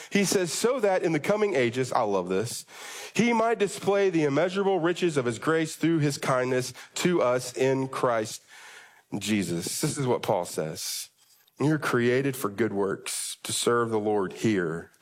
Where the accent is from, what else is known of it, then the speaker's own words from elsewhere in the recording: United States; not because I'm from America